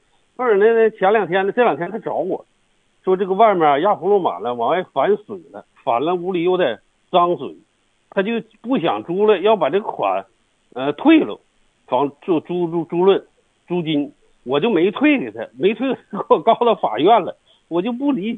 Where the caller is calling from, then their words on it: Daqing, Heilongjiang, China; 我是大庆的，我住一楼。